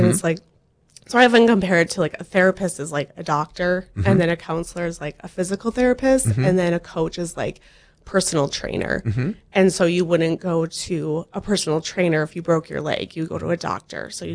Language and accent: English; Buchanan, North Dakota, United States; We started in, well, I'm originally from Buchanan, and then he's from Jamestown.